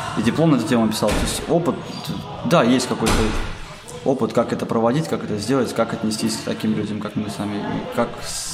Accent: Smolensk, Smolensk Oblast, Russia; Приехал я из Смоленска.

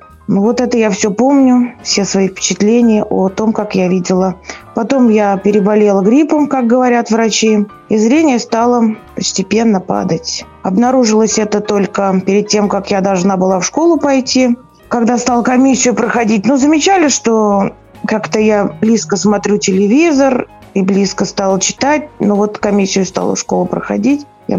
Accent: Kuybyshev, Samara Oblast, Russia; born there

